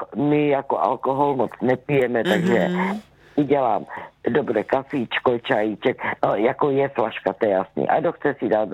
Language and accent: Czech; Javorník, Olomouc Region, Czechia; U nás v Javorníku se to děje strašně moc